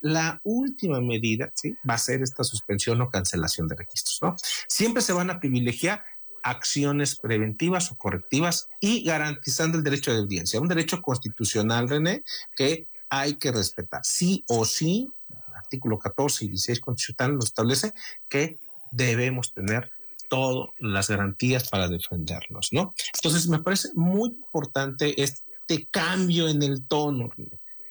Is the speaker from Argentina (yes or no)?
no; Mexico; nosotros como mexicanos